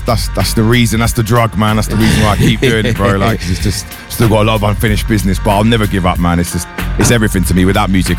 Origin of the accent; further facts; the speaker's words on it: Bedford, East of England, United Kingdom; Born and bred in Bedford.